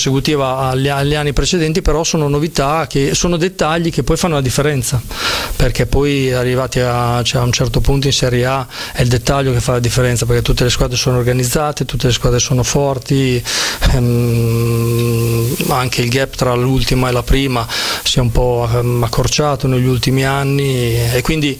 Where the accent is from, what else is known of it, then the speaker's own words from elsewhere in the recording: Sasso Marconi, Emilia-Romagna, Italy; Io sono di Sasso Marconi, no? Quindi un paesino piccolo